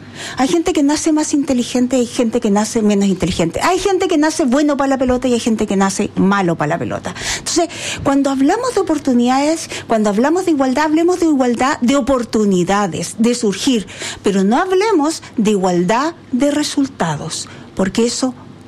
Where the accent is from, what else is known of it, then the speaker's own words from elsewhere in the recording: Chile; born there; nosotros nacimos en Chile, la punta del mundo.